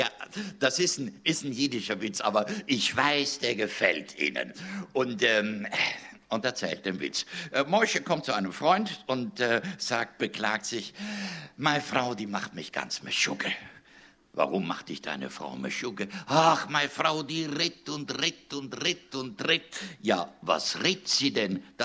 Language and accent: German; Trentino-Alto Adige, Italy